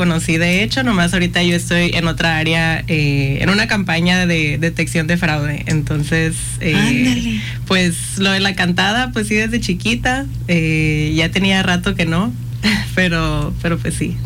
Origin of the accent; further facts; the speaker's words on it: Ciudad Obregón, Sonora, Mexico; moved away as an adult; now in Hermosillo, Mexico; yo soy de Obregón, y pues terminando el servicio, pues me vine a Hermosillo a buscar mejores oportunidades.